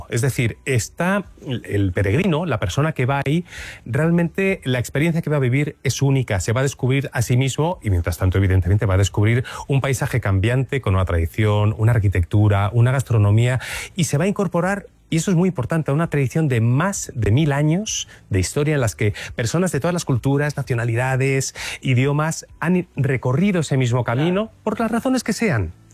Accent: Madrid, Community of Madrid, Spain; Por supuesto, ahí además a mí me hace mucha gracia como madrileño

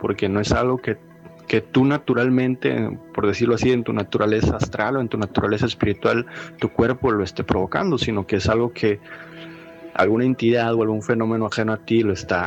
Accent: Monterrey, Nuevo León, Mexico; yo había viajado a la ciudad de San Antonio a mi ciudad de origen, en Monterrey

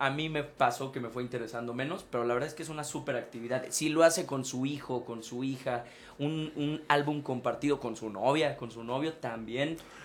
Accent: Mexico; moved away; yo soy de pueblo, de San Luis

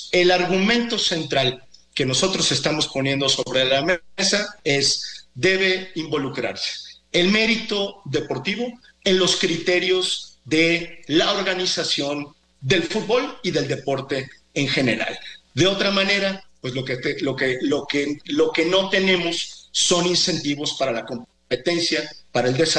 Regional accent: Guadalajara, Jalisco, Mexico; yo soy de Guadalajara, simpatizo por supuesto con los Leones Negros, aunque le voy a las Chivas, pero tengo un profundo cariño por los Leones Negros.

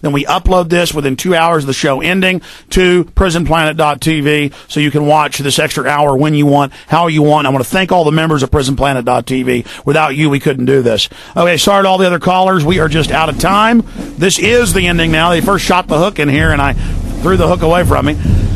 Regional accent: Dallas, Texas, United States; And I have found, growing up in Dallas, people really, especially the rednecks, I mean, we used to go beat each other to pulp on the weekend for fun

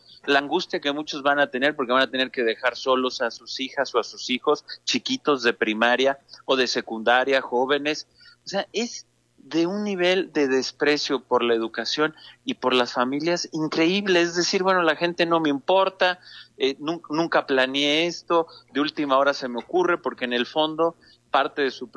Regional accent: Mexico; yo sigo sorprendido e indignado como mexicano y como padre de familia.

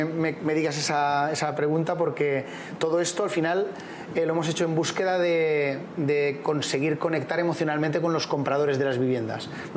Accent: Spain; somos españoles

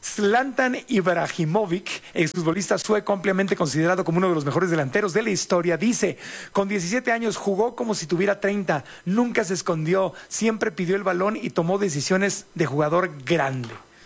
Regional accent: Mexico; somos los mexicanos

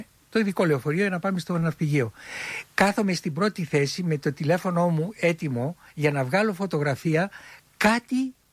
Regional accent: Filothei, Attica, Greece; born or raised there

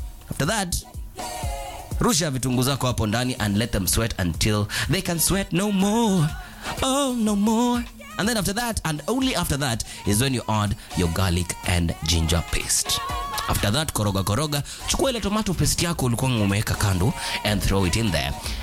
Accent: Bergamo, Lombardy, Italy; English is a second language; I come from Bergamo and today.

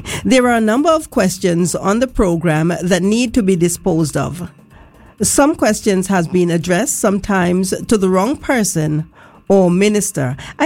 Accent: Montserrat; born there; Montserrat, West Indies, and that's WI for West Indies, and the passport came back to me saying that I was born in Wisconsin because WI is also for Wisconsin.

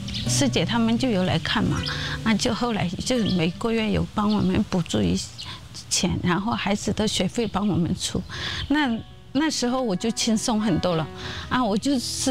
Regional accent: Sichuan, China; moved away as an adult; now in Taiwan; 有我们四川老家的那种感觉

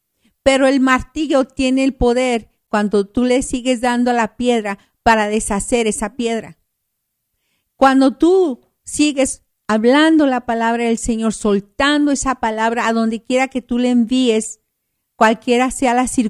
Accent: El Paso, Texas, United States; Sí, soy del Paso, Texas.

